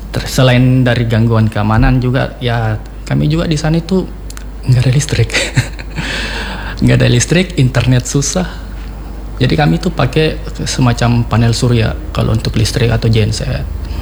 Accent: Makassar, South Sulawesi, Indonesia; moved away as an adult; now in Ilaga, Indonesia; Aslinya saya besar kecilnya lahirnya di Makassar

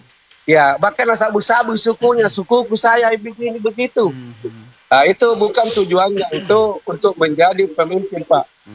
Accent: Makassar, South Sulawesi, Indonesia; jadi saya tidak ada kampungku. Saya di Makassar, Kak. Jadi kalau di Makassar itu alhamdulillah dulunya itu daerah terpencil. Nah, sekarang itu menjadi kota modern.

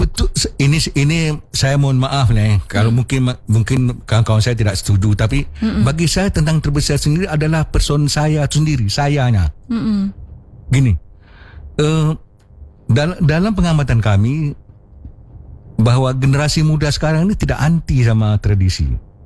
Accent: West Sumatra, Indonesia; kita Minang. Yeah. Orang kita tidak bisa, dia tak pernah mengatakan orang lain tidak gitu, tapi orang kita cuma kita gitu.

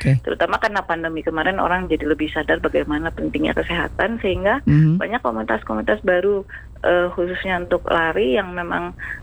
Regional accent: Bandung, West Java, Indonesia; Iya, kalau aku sih lahir besar di Bandung.

